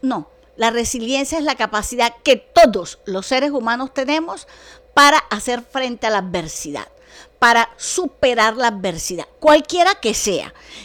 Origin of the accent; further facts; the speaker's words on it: Colombia; los colombianos somos resilientes, somos capaces de volver a reinventarnos